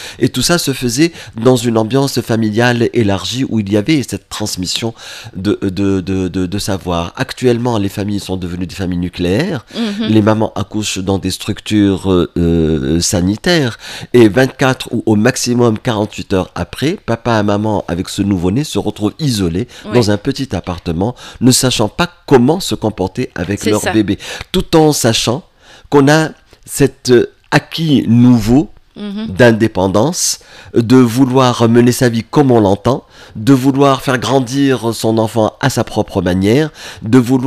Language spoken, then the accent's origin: French; Tunisia; en sachant que notre contribution en tant que Tunisien dans ce savoir mondial, universel, est extrêmement faible.